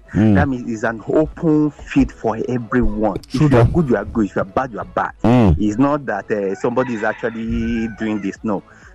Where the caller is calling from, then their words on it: Ibadan, Oyo, Nigeria; from Ibadan.